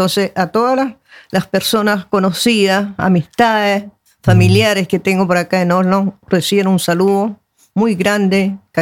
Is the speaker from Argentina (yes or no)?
no; Tocopilla, Antofagasta, Chile; born there; moved away; El recuerdo más lindo que tengo yo de Chile, de Tocopilla, bueno, la gente, el barrio donde yo nací, aunque me vine muy joven